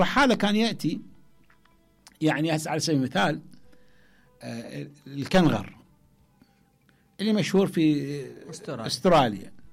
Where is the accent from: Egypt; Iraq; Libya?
Iraq; عندنا في العراق